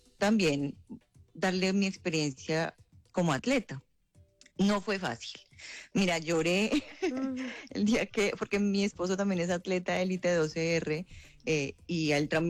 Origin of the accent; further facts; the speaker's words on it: Colombia; now in Australia; nos toca quitarnos la bandera, pero igual seguimos siendo colombianos, esto no nos lo va a quitar nadie nunca.